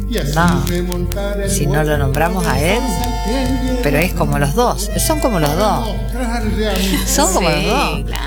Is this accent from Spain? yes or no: no; Avellaneda, Argentina; moved away; de chica porque en Avellaneda eso se hacía, viste.